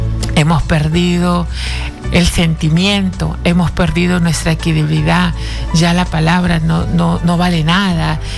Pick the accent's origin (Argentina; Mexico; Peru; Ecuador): Peru; yo soy peruana